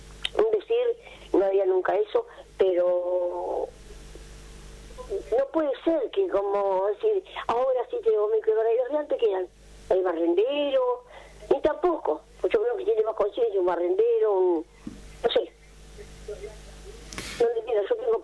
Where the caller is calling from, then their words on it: González Catán, Buenos Aires Province, Argentina; hace 40 años vivo en González Catán. Esto es tierra de nadie